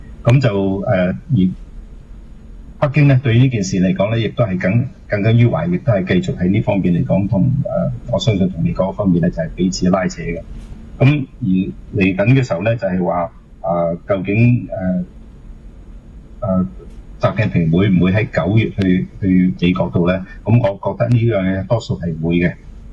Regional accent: China; 呢個係我哋中國人。

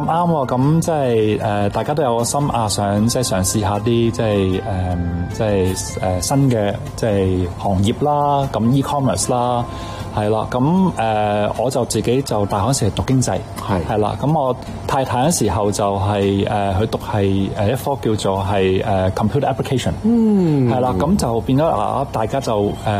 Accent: Hong Kong; 我哋香港人啦，都其實都好有效率啦

